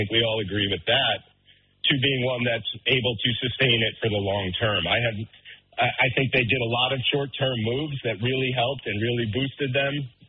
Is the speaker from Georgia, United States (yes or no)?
no; New York, United States; I'm as I said earlier in this, I'm a New Yorker